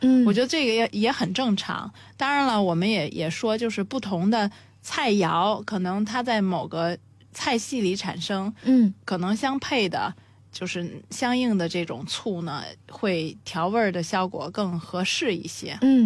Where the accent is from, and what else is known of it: Beijing, China